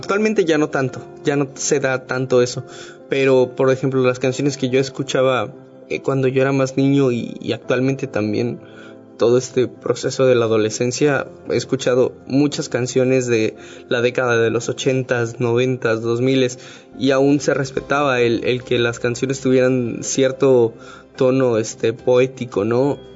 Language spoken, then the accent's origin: Spanish; Chiapas, Mexico; con todo el orgullo que le tengo a mi estado, soy de Chiapas